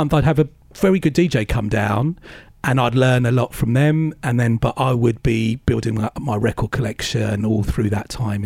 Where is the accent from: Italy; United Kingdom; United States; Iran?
United Kingdom; London; moved away as an adult; also born or lived in Nairobi, Kenya; now in Brighton, United Kingdom; Yeah, I'm originally born in Nairobi in Kenya, but I came to England, to London when I was four. But I went to uni in Brighton in 1989, and then I've lived down in Brighton ever since then.